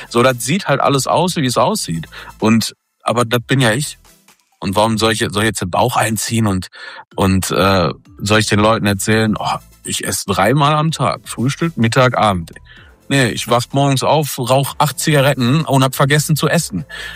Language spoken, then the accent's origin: German; North Rhine-Westphalia, Germany; Ich bin Pottler, ich bin groß geworden im Pott. Also ich wurde auch schon aus Jobs rausgeschmissen wegen meiner Artikulation.